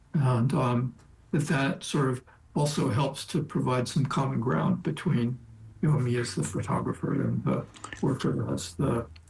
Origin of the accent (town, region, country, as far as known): Oakland, California, United States; born or raised there